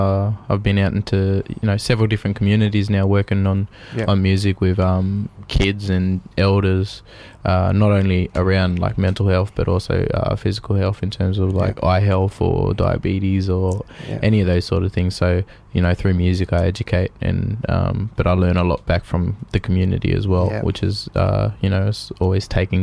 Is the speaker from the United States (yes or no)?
no; Mildura, Victoria, Australia; she was an elder of the community I grew up in Mildura.